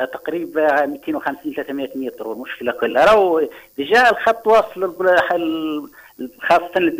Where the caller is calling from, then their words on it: Sidi Aich, Gafsa Governorate, Tunisia; منزل جمودي سيدي عيش.